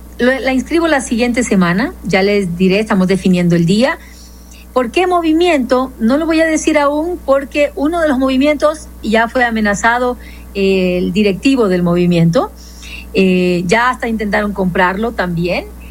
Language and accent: Spanish; Manabí, Ecuador; con el apoyo de mi pueblo manabita, de ustedes, queridos ecuatorianos